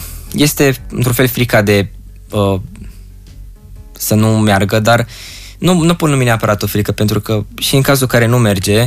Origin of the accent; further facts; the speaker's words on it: Timișoara, Timiș County, Romania; eu sunt din Timișoara și tatăl meu